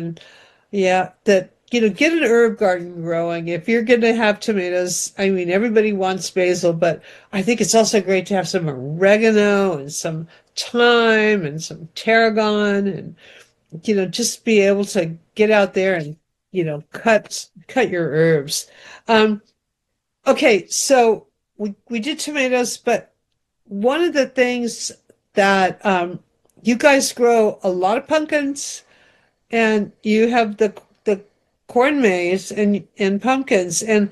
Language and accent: English; Southwest, United States; now in Connecticut, United States; I'm from the Southwest.